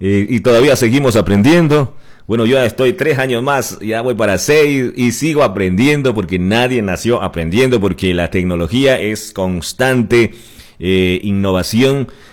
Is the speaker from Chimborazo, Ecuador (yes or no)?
yes; Chimborazo, Ecuador